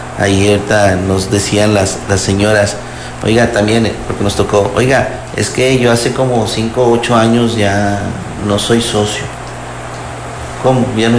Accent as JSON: {"language": "Spanish", "country": "Mexico"}